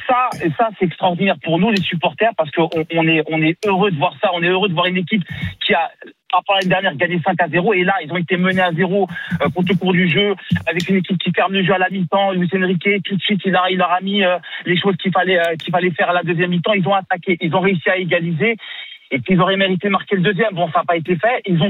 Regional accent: Algeria; Je suis algérien, donc je suis.

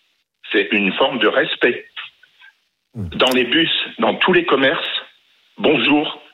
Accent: Hauts-de-France, France; Comme dirait Fred, moi je suis un peu du Nord aussi, je suis Picard. Donc les ch'tis, ils sont, comme dit Fred, on se dit bonjour là-bas.

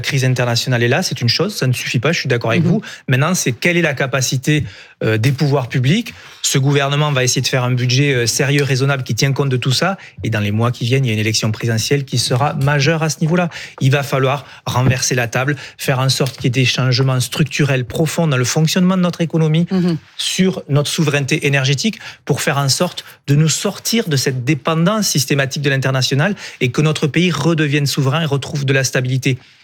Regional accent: Occitanie, France; Vous savez, moi, je viens d'Ariège. J'arrive tout juste d'Ariège, un milieu rural

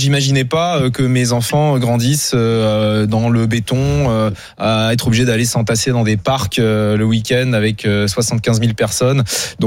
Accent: Occitanie, France; moved away as an adult; also born or lived in Alsace; now in Basque Country, France; moi, je suis né en Alsace, et j'ai grandi à Pont-Pertuisat, un petit village dans le Lauragais, au sud de Toulouse.

